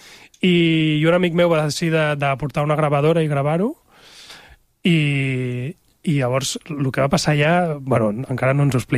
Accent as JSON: {"language": "Catalan", "town": "Barcelona", "region": "Catalonia", "country": "Spain", "moved": "as an adult", "lives_now": "L'Ametlla del Vallès, Spain", "said": "sóc de Barcelona, del barri d'Horta, estic empadronat a la Garriga, però visc a l'Ametlla."}